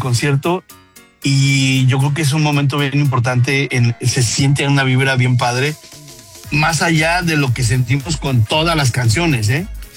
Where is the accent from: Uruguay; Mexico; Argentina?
Mexico; Somos un grupo mexicano, la gente nos recibe con orgullo dentro y fuera del país.